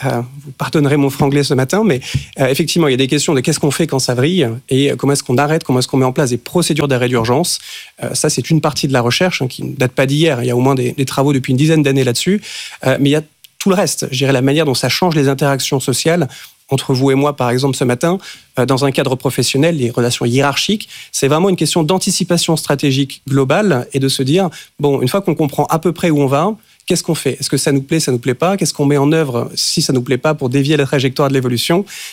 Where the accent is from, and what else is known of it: France; moved away